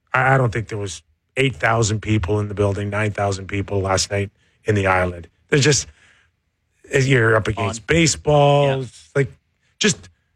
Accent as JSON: {"language": "English", "country": "Canada", "said": "then I'm Canadian"}